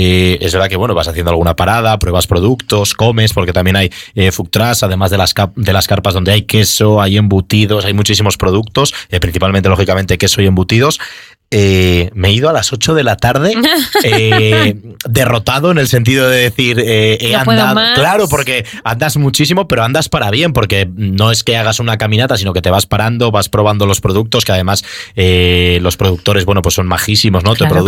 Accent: Valderas, Castile and León, Spain; es que soy de Valderas.

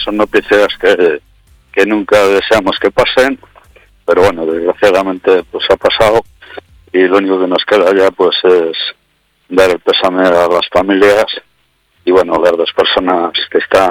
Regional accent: Venta de Baños, Castile and León, Spain; yo soy de Venta de Baños, no lo conocía como zona de baño

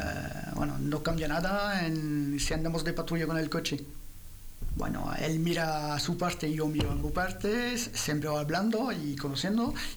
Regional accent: France; Spanish is a second language; moved away; Yo que vengo de Francia

